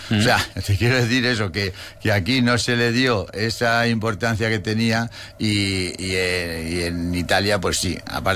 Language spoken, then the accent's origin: Spanish; Alcázar de San Juan, Castilla-La Mancha, Spain; soy de Alcázar, Ciudad Real